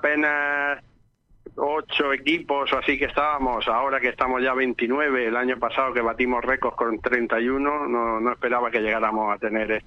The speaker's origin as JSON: {"language": "Spanish", "town": "Pulpí", "region": "Andalusia", "country": "Spain", "tie": "born or raised there", "said": "En principio era para ver el rugby en mi pueblo, en San Juan de los Terreros, en Pulpí"}